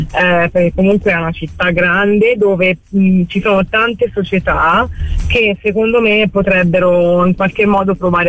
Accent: Florence, Tuscany, Italy; io sono cresciuta a Firenze e io volevo finire la carriera a Firenze

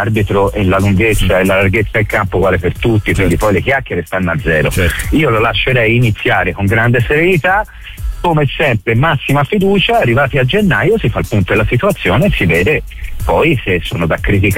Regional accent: Florence, Tuscany, Italy; siamo fiorentini, siamo di DNA un po' contro la Juve

